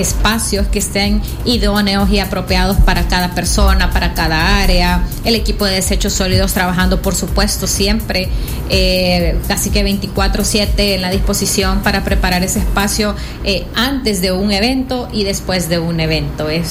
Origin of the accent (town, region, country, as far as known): El Salvador